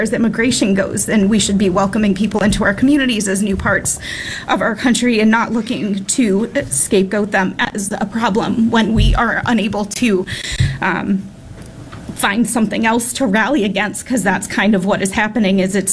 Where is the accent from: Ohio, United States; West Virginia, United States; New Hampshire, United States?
New Hampshire, United States; Coös County; I grew up in Colas County, where the population is significantly French Canadian. It was not rare to walk around grocery stores or go to restaurants, a hair salon, and have somebody having a full French conversation in the chair next to you.